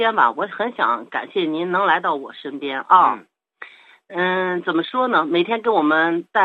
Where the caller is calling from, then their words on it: Shijiazhuang, Hebei, China; 我是河北石家庄的。